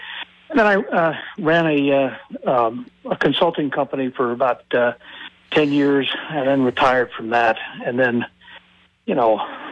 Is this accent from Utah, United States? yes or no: yes; Utah, United States; So I was in the military. I grew up in Utah, joined the military, spent 25 years in the United States Marine Corps.